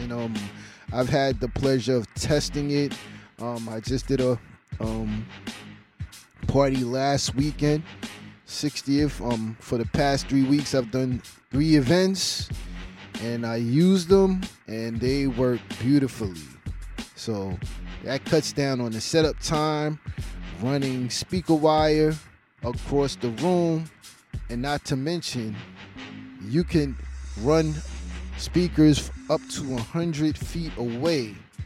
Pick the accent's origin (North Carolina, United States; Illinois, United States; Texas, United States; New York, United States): New York, United States; Crown Heights; since I'm from Crown Heights, I want to send a rest in peace and prayers out to a family, young lady.